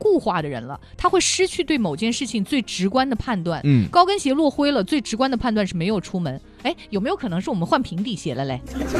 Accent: Hunan, China; 我作为湖南人

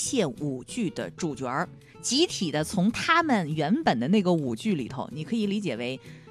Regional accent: Changsha, Hunan, China

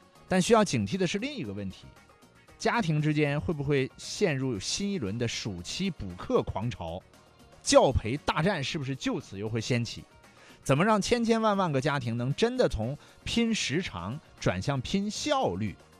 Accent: Hunan, China; 咱们湖南人吃得苦、霸得蛮、耐得烦的精神体现

